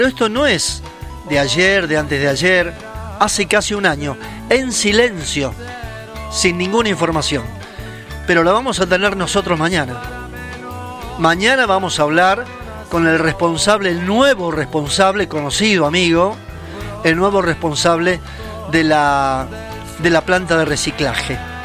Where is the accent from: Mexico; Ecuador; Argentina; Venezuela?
Argentina; Para eso somos argentinos.